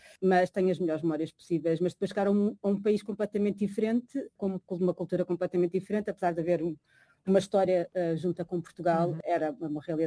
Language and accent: Portuguese; Macau; enquanto vivi tantos anos em Macau e apesar de ter crescido lá e ser, na realidade, o local onde eu cresci e tenho uma relação muito próxima